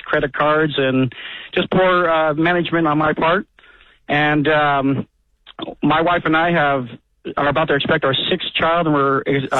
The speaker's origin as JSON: {"language": "English", "town": "St. Louis", "region": "Missouri", "country": "United States", "said": "I'm from St. Louis, man."}